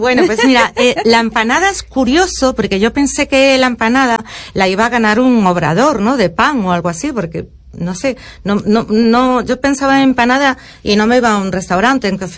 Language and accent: Spanish; A Coruña, Galicia, Spain; no sé si es porque el jurado somos de Coruña, y entonces somos más de Coruña